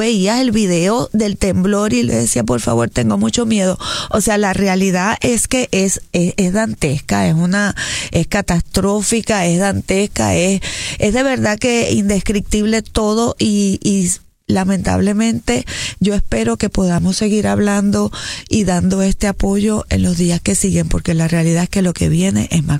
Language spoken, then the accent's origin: Spanish; Venezuela; now in Puerto Rico; soy venezolano, pero tengo más de la mitad de mi vida aquí en Puerto Rico